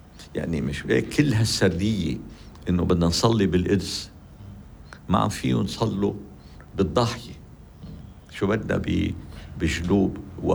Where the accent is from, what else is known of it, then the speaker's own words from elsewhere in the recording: Lebanon; نحن كلبنانيين وكجمهورية لبنانية